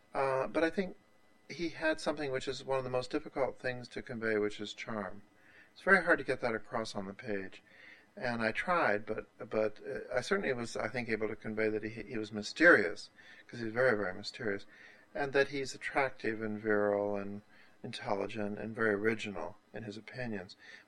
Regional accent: Texas, United States; He's a sort of fallen Virginia aristocrat, whereas I'm white trash from Texas.

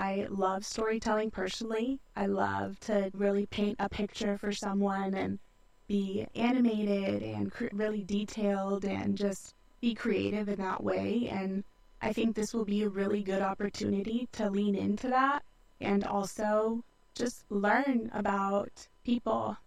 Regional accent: Redwood City, California, United States; moved away as an adult; also born or lived in Oregon; now in Central Valley, United States; So I'm actually a Bay Area native. I was born and raised in Redwood City, but I've always had a lot of family out here in the Central Valley in Modesto.

